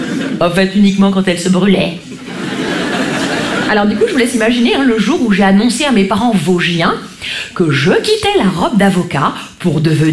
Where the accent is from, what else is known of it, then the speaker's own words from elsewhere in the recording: Grand Est, France; Vous savez, moi je viens des Vosges.